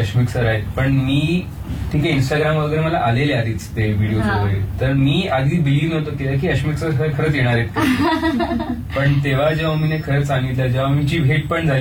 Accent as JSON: {"language": "Marathi", "town": "Satara", "region": "Maharashtra", "country": "India", "said": "मी साताऱ्याचा आहे"}